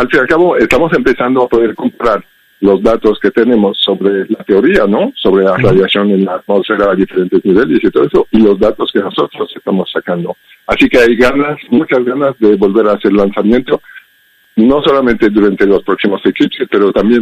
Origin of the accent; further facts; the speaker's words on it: Belgium; Spanish is a second language; now in Spain; lo notas con mi acento, ¿no? Soy extranjero, soy belga. En Bélgica hay muchísima contaminación lumínica y hay nubes todo el tiempo. Aquí tenemos uno de los mejores cielos de España